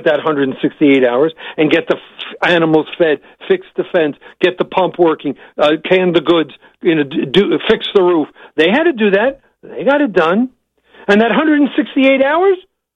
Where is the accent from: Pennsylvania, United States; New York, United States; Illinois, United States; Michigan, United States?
New York, United States; One of them, and I talk fast. I'm from New York, so I can do this.